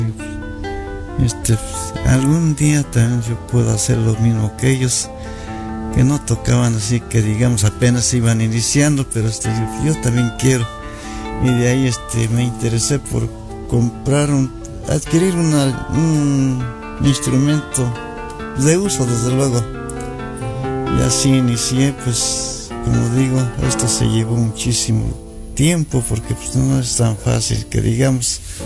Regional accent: San Bartolo, Mexico; Bueno, pues yo soy originario de la comunidad del Pedregal, municipio de San Bartolo.

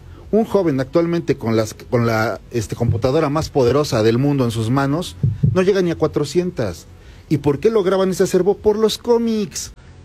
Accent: Mexico; somos los únicos mexicanos que han sido invitados a ese festival

